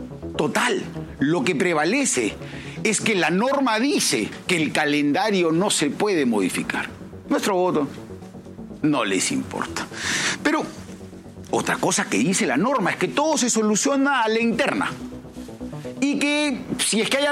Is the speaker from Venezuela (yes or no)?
no; Peru; recortar nuestras posibilidades como peruanos para crecer, para salir adelante